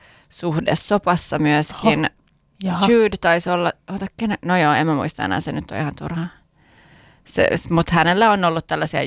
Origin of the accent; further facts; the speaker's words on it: Sweden; Mä saan sanoa hurri, koska mä oon ruotsalainen.